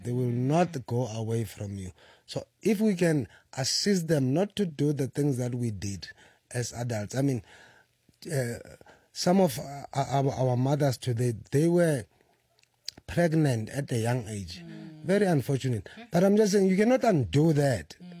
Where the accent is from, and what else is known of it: South Africa; moved away